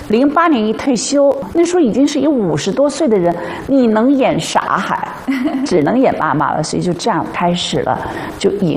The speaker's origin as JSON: {"language": "Chinese", "region": "Beijing", "country": "China", "said": "我北京人啊，我就根本不会说。"}